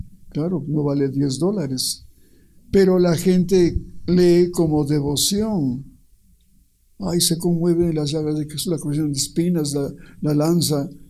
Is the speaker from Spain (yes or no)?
no; Ecuador; no cobrar tan caro a mi pueblo ecuatoriano que es pobre